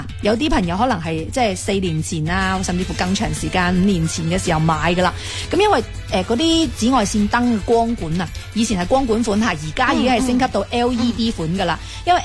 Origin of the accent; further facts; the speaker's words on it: Foshan, Guangdong, China; 咁当时呢我哋喺度打造緊呢就佛山本土企业，哎呀边啲好嘅产品啦，益返我哋佛山人啦咁样。